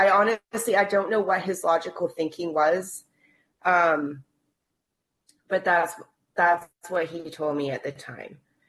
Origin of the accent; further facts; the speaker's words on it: Agassiz, British Columbia, Canada; also born or lived in Vernon; I was born into the Okanagan Indian Band up in Vernon, BC. And I was put into the foster care system as a baby. And I was adopted by … from Agassiz, from the Stateless Reservation.